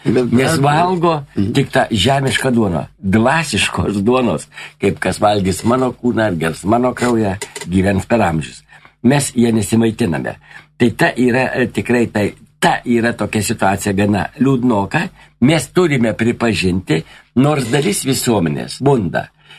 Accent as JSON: {"language": "Lithuanian", "town": "Vilnius", "region": "Vilnius County", "country": "Lithuania", "said": "Ir aš va kartais jaunimas lyg tai nenori pasakyti, kad iš yra iš provincijos, aš vilnietis."}